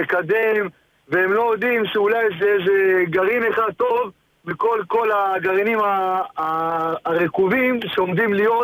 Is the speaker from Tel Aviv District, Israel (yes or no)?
yes; Bnei Brak, Tel Aviv District, Israel; בעיר שלי, אני מבני ברק, אני חדש כמובן פה